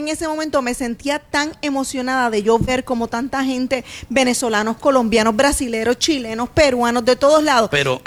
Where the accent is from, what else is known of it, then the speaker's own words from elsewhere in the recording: Puerto Rico; now in Miami, United States; yo como puertorriqueña